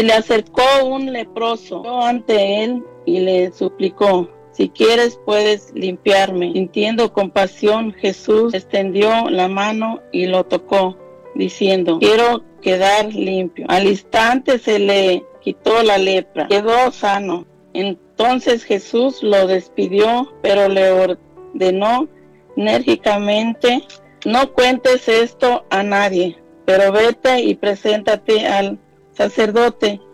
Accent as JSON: {"language": "Spanish", "region": "Guerrero", "country": "Mexico", "tie": "born or raised there", "said": "Soy del estado de Guerrero, y allá de un ranchito llamado San José, donde conviví con mi familia, con mamá y papá y mis hermanos. Somos 10 hermanos"}